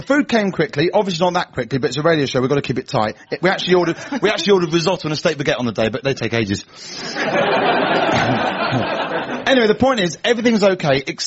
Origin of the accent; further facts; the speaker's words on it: United Kingdom; because I'm British and I'd rather pay for a bowl of nearly new potatoes that I don't want than have to face any form of confrontation.